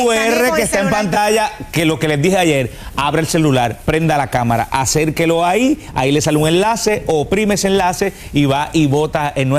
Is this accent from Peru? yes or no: no; Vega Alta, Puerto Rico; now in San Juan metropolitan area, Puerto Rico; yo vengo de Vega Alta. En Vega Alta le decían panapén. Cuando crucé para acá, para el área metropolitana, escuché lo de pana.